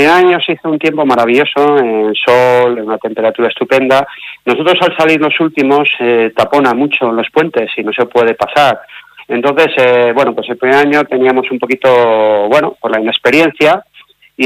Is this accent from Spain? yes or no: yes; Spain; Somos los únicos españoles que vamos.